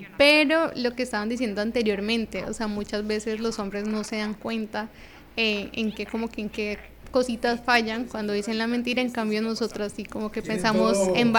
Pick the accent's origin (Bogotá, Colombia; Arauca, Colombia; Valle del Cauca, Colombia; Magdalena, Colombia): Bogotá, Colombia